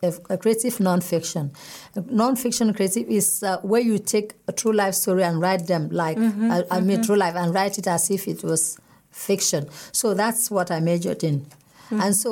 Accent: Nigeria; now in Austria; you do something as a Nigerian, and maybe the Austrians, the biological Austrians don't understand why you're doing it, and then maybe as a Nigerian too, you don't understand why the Austrians don't understand.

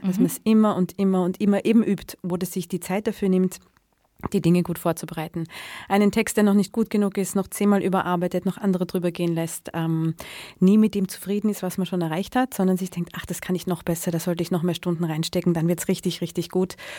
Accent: Vienna, Austria; Ich komme aus Wien-Simmering, ich habe viele Geschwister, es war ein Haushalt mit wenig Geld.

